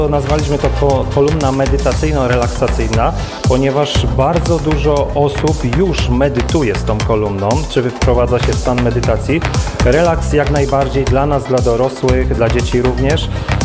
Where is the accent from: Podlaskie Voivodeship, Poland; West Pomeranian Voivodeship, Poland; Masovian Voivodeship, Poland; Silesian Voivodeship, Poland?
Silesian Voivodeship, Poland; Będzin; Z Będzina.